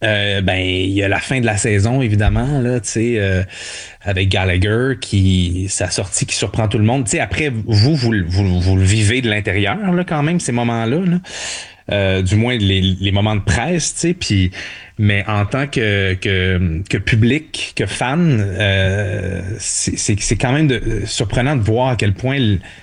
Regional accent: Montreal, Quebec, Canada; born there; Ben, moi, je suis né à Montréal, fait que j'étais un peu

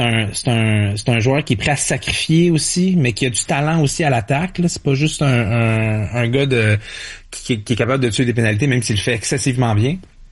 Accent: Montreal, Quebec, Canada; born there; Ben moi je suis né à Montréal, fait que j'étais un peu brainwashed.

